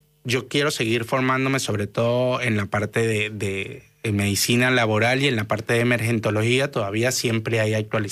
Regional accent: Venezuela; moved away as an adult; now in Argentina; la comunidad venezolana somos como más

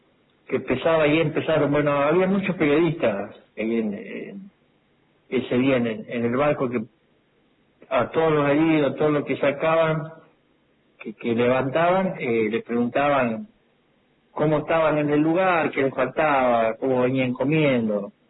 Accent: Mortero, Córdoba, Argentina; Y le contesto y la persona que me habla me dice, ¿de dónde sos? Y yo le digo, de Mortero.

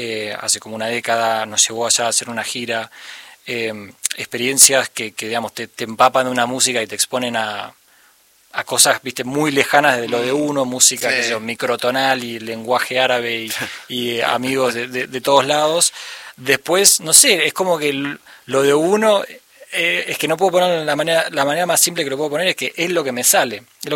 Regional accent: Buenos Aires, Argentina; moved away as an adult; also born or lived in California, United States; now in United States; nací en California cuando yo tenía 6, nos vinimos a Argentina. Mi papá es argentino, mi mamá es uruguaya.

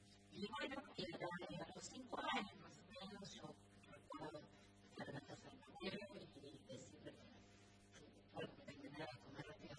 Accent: Saladillo, Buenos Aires Province, Argentina; moved away as an adult; now in La Plata, Argentina; Yo soy de Saladillo, actualmente estoy en la plata.

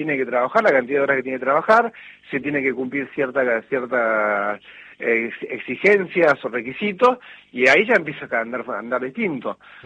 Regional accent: Junín, Buenos Aires Province, Argentina; yo soy acá de Junín

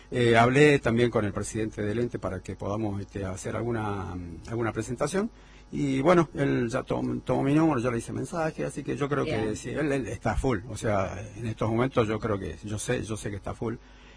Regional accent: Mina Pirquitas, Jujuy, Argentina; born there; now in San Salvador de Jujuy, Argentina; yo nací en Mina Pirquitas.

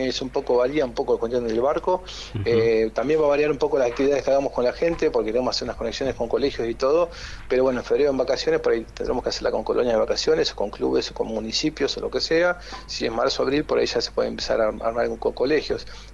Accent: Argentina; competitivos somos de argentinos

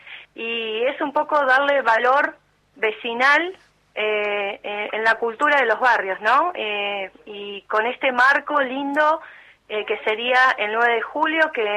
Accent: Argentina; now in Viedma, Argentina; no solamente como argentinos, sino también como cultura local

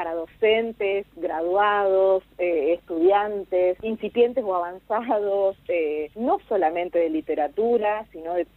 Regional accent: Argentina; pensamos a nuestra cultura justamente en esa pluralidad que somos los argentinos

